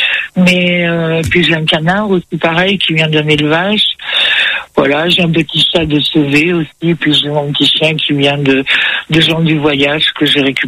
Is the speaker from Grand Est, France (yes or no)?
yes; Grand Est, France; Parce que moi, je suis née en Alsace et je suis née